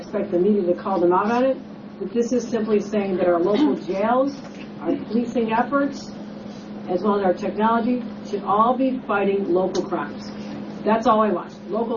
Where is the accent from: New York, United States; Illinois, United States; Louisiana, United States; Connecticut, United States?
New York, United States; But what I don't think is right is that all the support that I, as a New Yorker, New York governor, with the legislature, provide for law enforcement